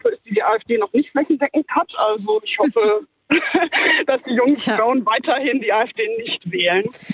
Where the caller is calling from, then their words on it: North Rhine-Westphalia, Germany; Also ich komme aus dem Ruhrgebiet, hier gibt es Ecken, die sind wahrscheinlich genauso arm dran wie Ecken in Ostdeutschland